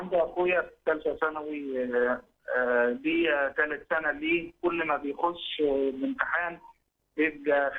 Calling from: Sohag, Sohag Governorate, Egypt; أنا من سوهاج

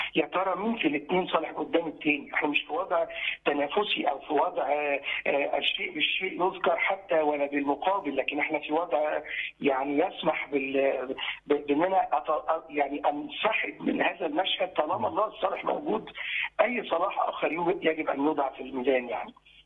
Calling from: Minya, Minya Governorate, Egypt; من المنيا

